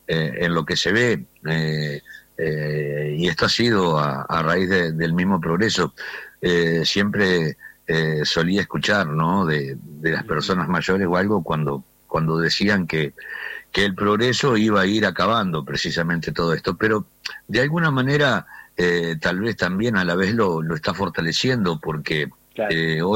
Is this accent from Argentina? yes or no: yes; Argentina; todos venimos en el interior del país de parte de familia de gente de campo. Creo que los que realmente somos argentinos sabemos que de algún lado nos pega la descendencia de las viejas tradiciones.